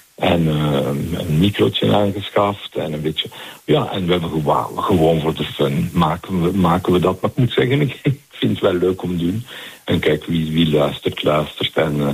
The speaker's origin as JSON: {"language": "Dutch", "country": "Belgium", "said": "als Belgen"}